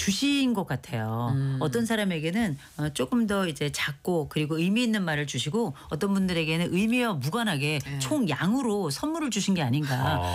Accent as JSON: {"language": "Korean", "country": "South Korea", "said": "저는 의지의 한국인이라고 생각해요."}